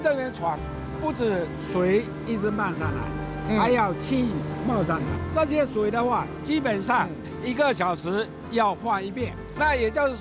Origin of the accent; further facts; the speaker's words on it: Lianjiang, Fujian, China; 我本人是在这个村土生土长的一个渔民的儿子